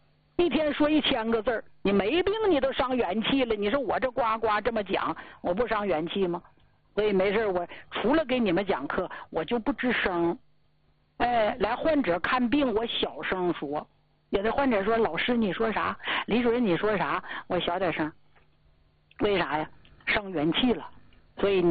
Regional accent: Northeast China, China; 土生土长的东北人，你像我现在我就愿意在东北待着，这北京还将就，你再往南一点我受不了

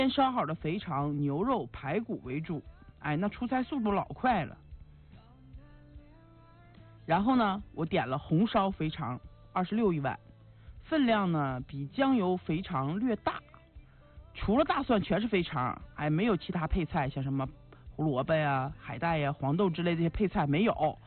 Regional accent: Northeast China, China; 其实作为一个东北人哈

